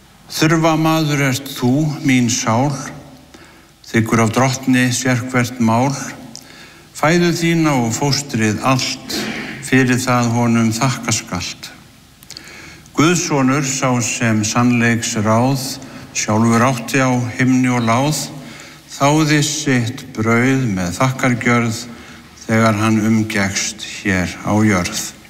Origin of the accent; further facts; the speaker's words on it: Siglufjörður, Northeastern Region, Iceland; Ég minnist þess þegar ég var að alast upp hér á Siglufirði, ég fættur árið 1958